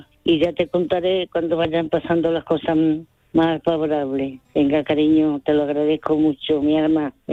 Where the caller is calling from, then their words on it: Seville, Andalusia, Spain; Mi alma, mira … del Tiro de Línea.